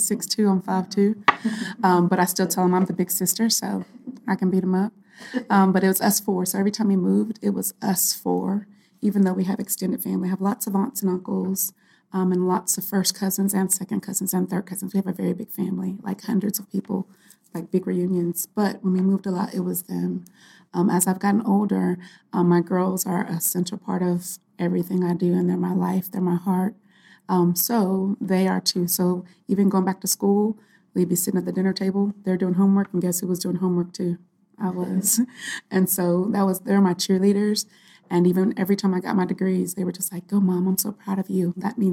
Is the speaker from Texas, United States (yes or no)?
yes; Texas, United States; born there; also born or lived in Virginia / New Mexico; I was born in Texas, and so I started school in Texas. I went to school in Virginia. I went to school in New Mexico.